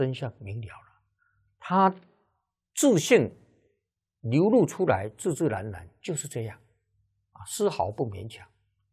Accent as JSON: {"language": "Chinese", "country": "China", "said": "经是我们中国人称的。"}